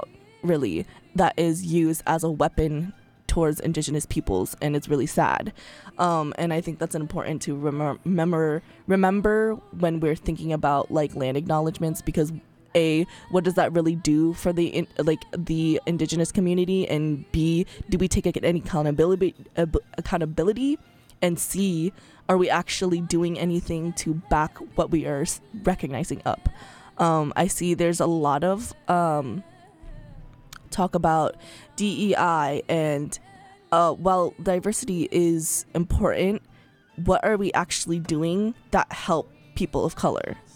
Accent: United States

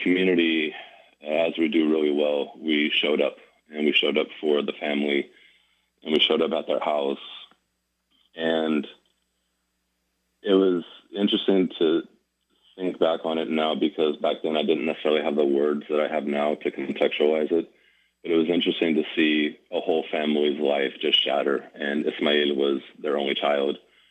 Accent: Stockton, California, United States; growing up in Stockton and growing up Muslim

